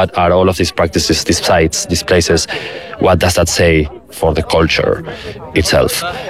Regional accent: Argentina; moved away; I am originally from Argentina. I now reside here for the last 2 years.

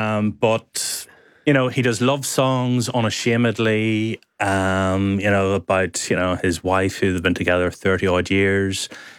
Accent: Northern Ireland, United Kingdom; moved away; also born or lived in London; the County Down, which is where I'm from

